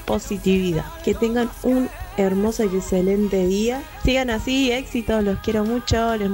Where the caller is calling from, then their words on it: Parque del Plata, Canelones, Uruguay; de Parque del Plata